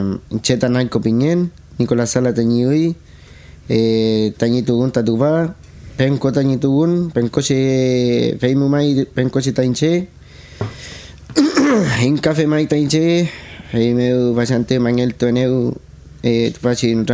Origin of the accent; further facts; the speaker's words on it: Penco, Biobío, Chile; also born or lived in Chiguayante; Yo soy de aquí de Penco. Nací en Chiguayante, pero inmediatamente me vine para acá.